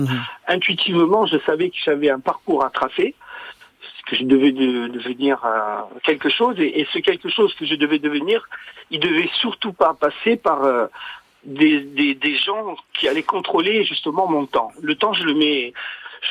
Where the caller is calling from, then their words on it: Corsica, France; j'appelle de Corse